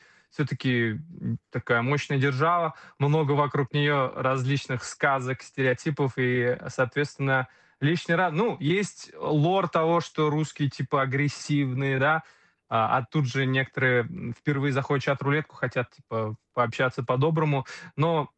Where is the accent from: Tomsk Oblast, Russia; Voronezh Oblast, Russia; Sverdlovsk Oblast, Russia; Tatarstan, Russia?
Tatarstan, Russia; Kazan; я из Казани, из Республики Татарстан.